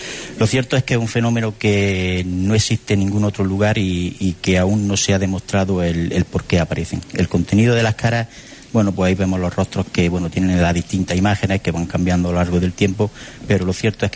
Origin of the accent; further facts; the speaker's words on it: Belmez de la Moraleda, Andalusia, Spain; En Belmez también pertenecemos a un parque natural de Sierra Mágina, en el cual nosotros estamos adentrado dentro de la sierra prácticamente. Somos el pueblo de Mágina que más estamos introducidos en el parque.